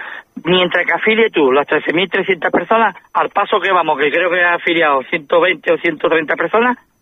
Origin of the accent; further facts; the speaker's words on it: Ceuta, Spain; nosotros somos hijos de Ceuta, españoles, caballas de pura cepa, tengamos cada uno la religión que tengamos